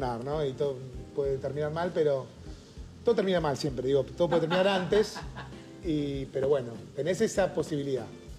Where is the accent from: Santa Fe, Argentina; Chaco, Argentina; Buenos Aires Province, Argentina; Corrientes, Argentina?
Buenos Aires Province, Argentina; La Plata; nosotros somos de La Plata